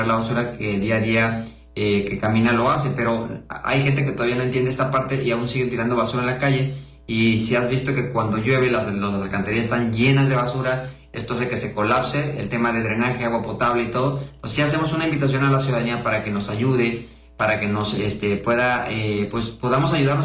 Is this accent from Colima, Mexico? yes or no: no; Tuxtepec, Oaxaca, Mexico; queremos es hacer es un Tuxtepec mejor, un Tuxtepec bonito para todos los tuxtepecanos, porque yo soy nativo y a mí me duele aquí ver un Tuxtepec feo.